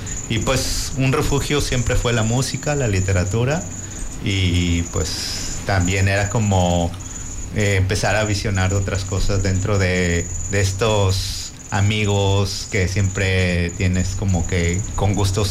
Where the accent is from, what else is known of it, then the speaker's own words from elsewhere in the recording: Puerto Vallarta, Jalisco, Mexico; Sí, ciudadano de aquí de Puerto Vallarta. Yo crecí en dos colonias, en La López y en Ixtapa.